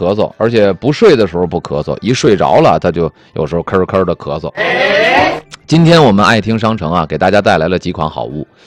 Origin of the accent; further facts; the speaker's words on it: Liaoning, China; moved away; 我的老家辽宁啊